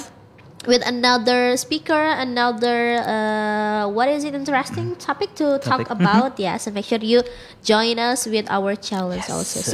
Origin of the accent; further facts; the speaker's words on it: India; I come from India.